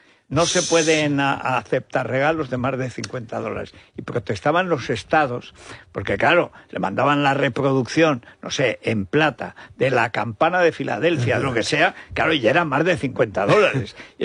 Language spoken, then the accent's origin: Spanish; Calahorra, La Rioja, Spain; No, seguro. No, sí, todos sí. … o sea, somos de Calahorra.